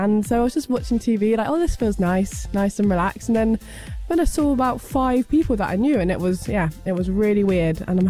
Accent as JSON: {"language": "English", "town": "Glastonbury", "region": "South West England", "country": "United Kingdom", "moved": "yes", "said": "I'm from Glastonbury. You know, lots of fields, lots of trees everywhere, lots of cows and stuff from like a farming kind of area."}